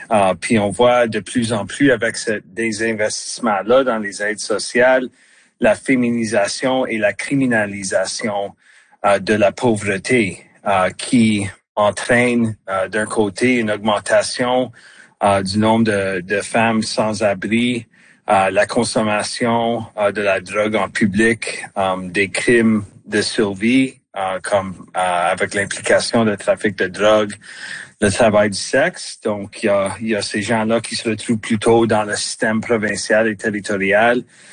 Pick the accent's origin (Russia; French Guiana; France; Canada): Canada; Ontario; moi je viens de l'Ontario